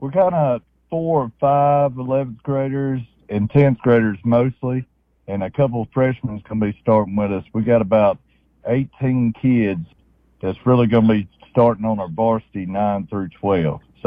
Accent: Luverne, United States; Born and raised in Luverne. You know, I graduated Luverne High School.

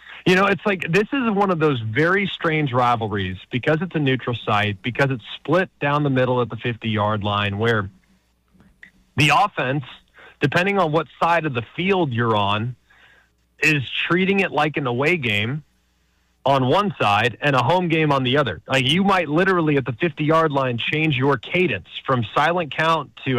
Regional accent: Texas, United States; born there; I'm from the Dallas-Fort Worth area.

